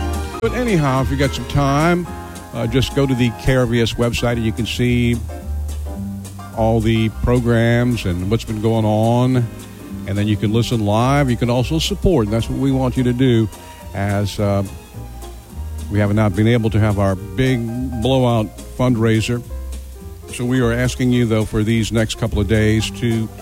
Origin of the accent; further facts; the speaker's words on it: New Iberia, Louisiana, United States; I actually enjoy being here in New Iberia, my hometown. I just live. I can walk here in about 10 minutes.